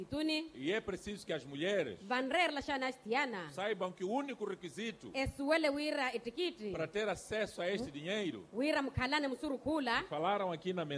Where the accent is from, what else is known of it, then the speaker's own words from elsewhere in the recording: Mozambique; todos nós como moçambicanos.